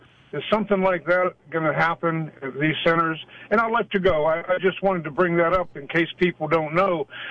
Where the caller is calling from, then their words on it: Youngwood, Pennsylvania, United States; I'm from Pittsburgh, Youngwood area, New Stanton, Westmoreland County.